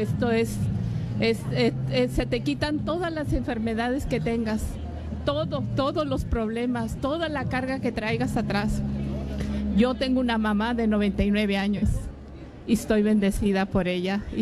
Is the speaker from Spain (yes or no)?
no; Mexicali, Baja California, Mexico; now in Corona, United States; me siento muy orgullosa, pero vivo en Corona, nomás que yo soy de Mexicali